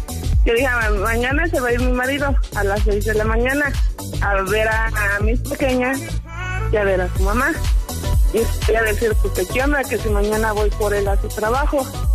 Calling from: Toluca, State of Mexico, Mexico; Soy de aquí, de Toluca.

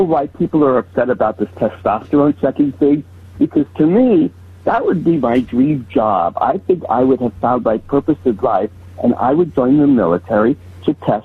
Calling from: Oswego, New York, United States; I'm calling you from Oswego, New York, on the shores of Lake Ontario.

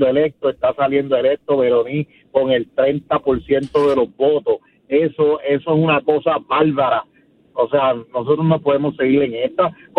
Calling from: Guayama, Puerto Rico

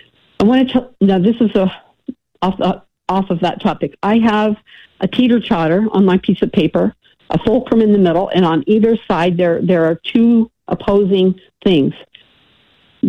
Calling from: Seattle, Washington, United States

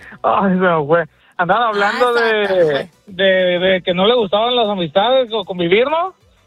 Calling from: Tijuana, Baja California, Mexico; de Tijuana

